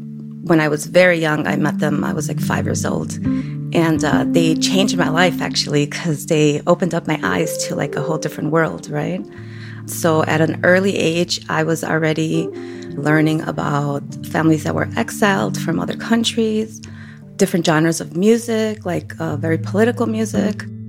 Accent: Chicago, Illinois, United States; My parents are from Mexico. My mom's from Durango, and my dad is from San Luis Potosí. I was born here in Chicago, in the community of Little Village. I grew up there till I was 21.

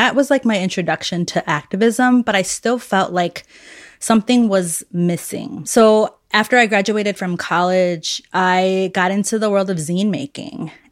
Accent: Chicago, Illinois, United States; I'm from the South Side of Chicago, East Side. It's a neighborhood. People often don't think of it as a neighborhood. They're always like, the East Side, isn't that the lake? And my family migrated from Mexico there in the 40s.

